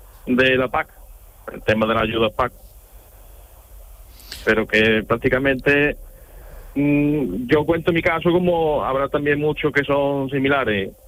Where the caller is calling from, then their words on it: Martín de la Jara, Andalusia, Spain; Pues ahora mismo estoy en el campo, arando. ¿Dónde? En Martín de la Jara.